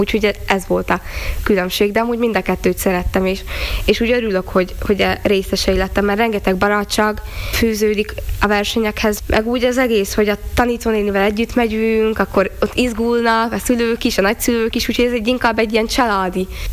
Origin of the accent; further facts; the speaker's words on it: Northern Hungary, Hungary; accent: Palóc; És aki hallgatja, úgy tűnik, hogy palócosan beszélek, de oda ez lehet, hogy egy kicsit kevés volt.